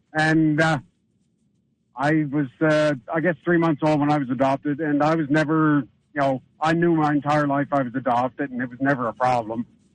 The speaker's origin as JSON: {"language": "English", "region": "Nova Scotia", "country": "Canada", "tie": "born or raised there", "also_born_or_lived": "Ontario", "said": "Well, I was adopted from Ontario because we lived up there briefly, and then we moved back to Nova Scotia."}